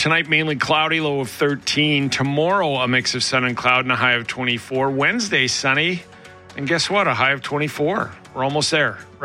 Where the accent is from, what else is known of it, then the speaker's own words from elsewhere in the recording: Alberta, Canada; now in Manitoba, Canada; I'm from Southern Alberta, went out there for vacation with my parents growing up.